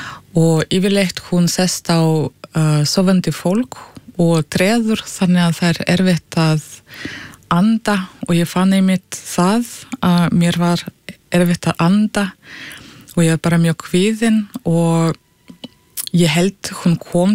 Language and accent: Icelandic; Russia; Icelandic is a second language; now in Iceland; Ég flutti sem sagt frá Rússlandi 2012 og í fyrra þegar ég fór að skrifa þessa bók það var svona fyrsta skipti þegar ég kom til Rússlands í svo langan tíma.